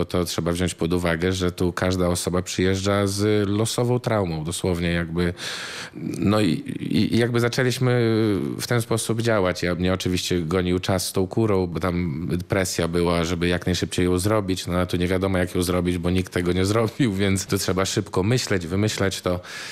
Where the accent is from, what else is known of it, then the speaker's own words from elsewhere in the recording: Białystok, Podlaskie Voivodeship, Poland; w którym ja się wychowywałem jako dziecko w Białymstoku.